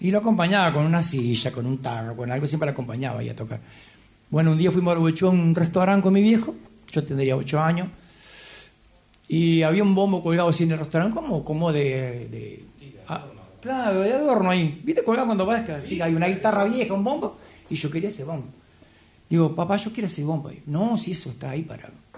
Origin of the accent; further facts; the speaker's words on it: Argentina; Nosotros somos de Colabuchú